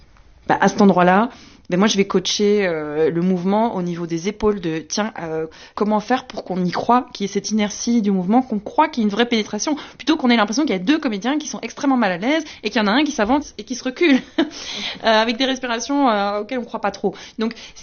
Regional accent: Brussels, Brussels-Capital Region, Belgium; parce que je suis bruxelloise

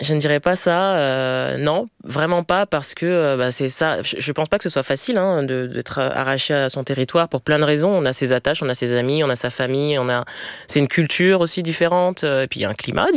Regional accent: Villiers-le-Bel, Île-de-France, France; also born or lived in Clamart; Je suis née à Clamart, mais j'ai grandi à Villers-le-Bel. Puis après, oui, pas mal de déménagement un peu partout en Île-de-France avec un point de chute dans le 77.

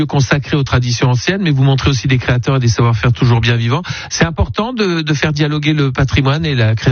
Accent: Hauts-de-France, France; Je suis picard

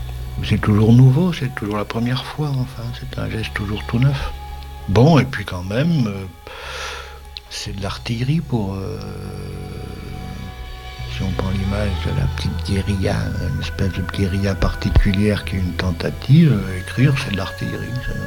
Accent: Bergues, Hauts-de-France, France; born there; à Bergue, ma ville natale, c'est une ville de...

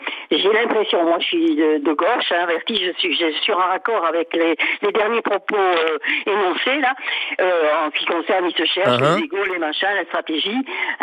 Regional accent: Arcachon, Nouvelle-Aquitaine, France; je suis d'Arcachon en plus, donc, et je connais les Landes

